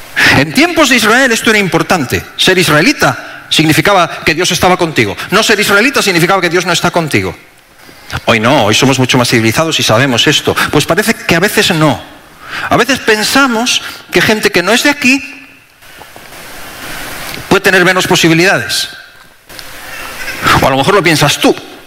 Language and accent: Spanish; Spain; como españoles amamos España